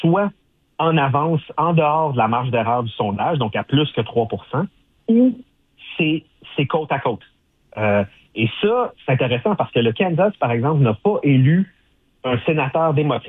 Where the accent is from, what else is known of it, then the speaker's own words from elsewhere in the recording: Montreal, Quebec, Canada; Et contrairement à plusieurs jeunes Québécois, malgré que j'ai grandi à Montréal, dans un quartier ouvrier à Montréal